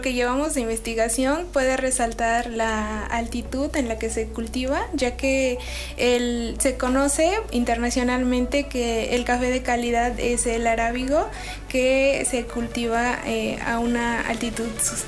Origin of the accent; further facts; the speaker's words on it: San Pedro Tetitlán, Puebla, Mexico; yo soy de San Pedro Tetitlán, un pueblo perteneciente al municipio de San José Miahuatlán.